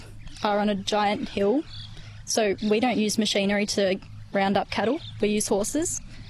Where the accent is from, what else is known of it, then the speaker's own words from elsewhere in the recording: Tumbarumba, New South Wales, Australia; I'm a Year 11 boarder from Tumbarumba.